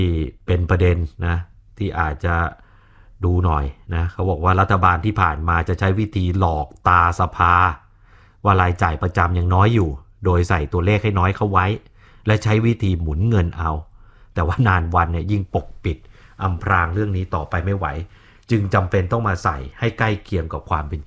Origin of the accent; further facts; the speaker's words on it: Nonthaburi, Thailand; ผมทะเบียนบ้านผมอยู่นนทบุรีเป็นเด็กต่างจังหวัดอยู่ปริมณฑลนะ